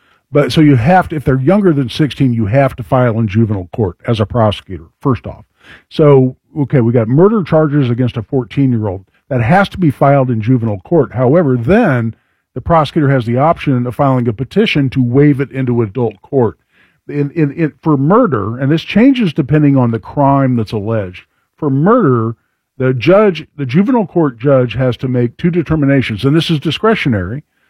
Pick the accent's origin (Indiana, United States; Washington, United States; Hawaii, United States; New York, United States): Indiana, United States; Carmel; Mayor Sue Finkham up in my neck of the woods, my hometown, Carmel